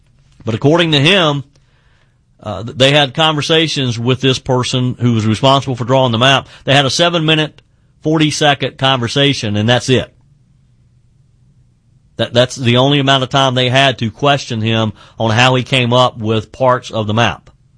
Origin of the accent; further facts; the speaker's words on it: South Carolina, United States; Look, John Cornyn is sort of like my home state of South Carolina is Lindsey Graham.